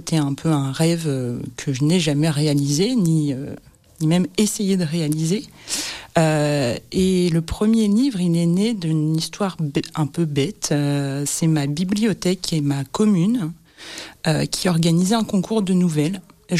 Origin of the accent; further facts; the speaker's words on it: France; moved away as an adult; now in Brussels, Belgium; Je suis d'origine française, je suis arrivée à 19 ans en Belgique. Je suis restée en Belgique